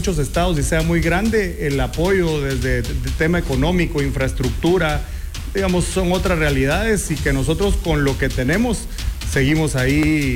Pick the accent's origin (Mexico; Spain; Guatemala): Guatemala; Y al final yo creo que tenemos que estar aterrizados como guatemaltecos.